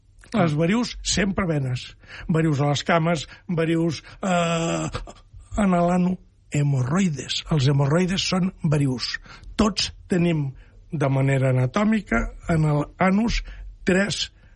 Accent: Catalonia, Spain; soc de la Cerdanya jo, els pagesos del meu poble fa molts anys que em deien

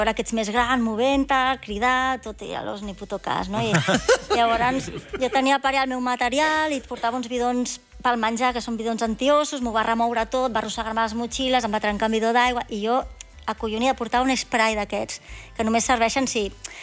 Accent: Catalonia, Spain; Bueno, és que a Espanya, a la península, els dos que hi ha som catalans.

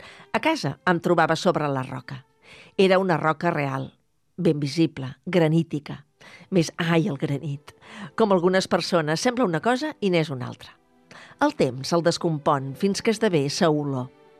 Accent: Catalonia, Spain

